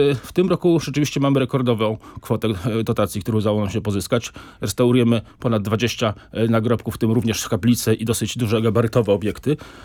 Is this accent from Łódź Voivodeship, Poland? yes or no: no; Warsaw, Masovian Voivodeship, Poland; mimo iż jesteśmy warszawiakami.